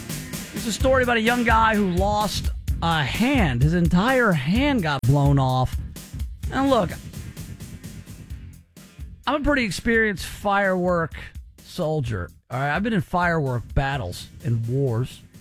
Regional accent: Gulf Coast, United States; Listen, I grew up on the Gulf Coast every summer, and we were unsupervised.

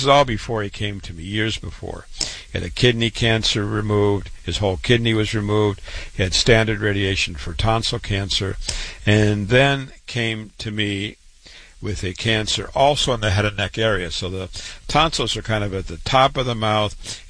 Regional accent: Waterloo, Iowa, United States; born or raised there

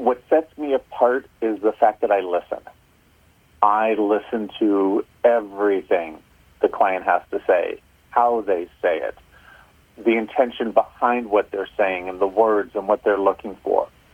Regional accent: San Francisco, California, United States; born there; also born or lived in Netherlands; On paper, I grew up in San Francisco. On paper, born and raised San Francisco. I think I'm one of the last remaining seven. My father is Italian, second generation San Franciscan, and my mother is Dutch from Holland

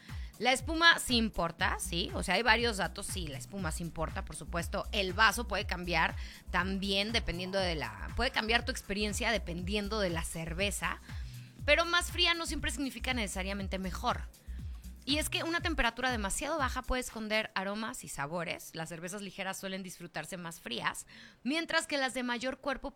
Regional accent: Mexico; algo que disfrutamos mucho como buenos mexicanos, y más en calorcito

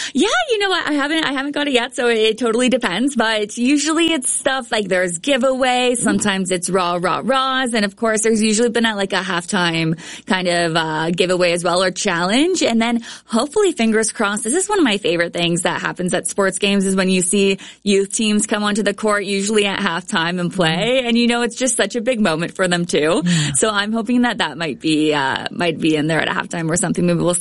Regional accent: Victoria, British Columbia, Canada; I'm biased, we're from Victoria, but Victoria is beautiful, right?

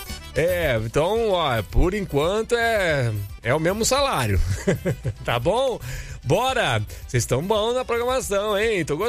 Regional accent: Araras, São Paulo, Brazil; Olha, Dileme, cidade vizinha da minha terra, de Araras.

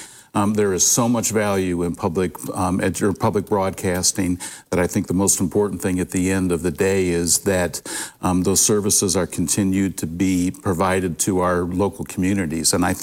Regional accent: Bowling Green, United States; and I grew up in Bowling Green, I've never lived anywhere else

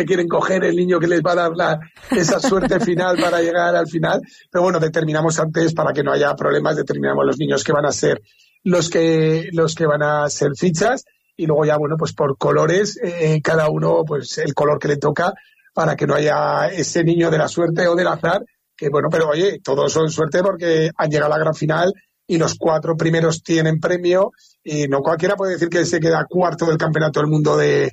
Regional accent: La Almunia de Doña Godina, Aragon, Spain; que yo soy de la Almunia

